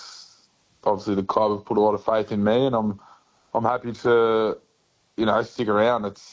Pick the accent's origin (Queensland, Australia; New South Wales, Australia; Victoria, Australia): Victoria, Australia; Melbourne; I'm obviously from Melbourne, so the go home factor was a little bit there